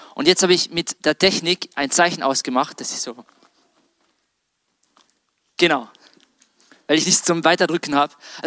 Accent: Austria; Also mehr wie bei uns in Österreich in manchen Fußballstadien drinnen sind.

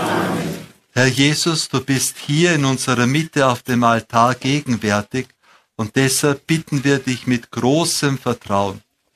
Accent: Austria; Aber bei uns in Österreich weiß man nicht, dass wir hier eine Ausnahme haben, weil bei uns stehen die Leute nur irgendwie mit den Händen herum.

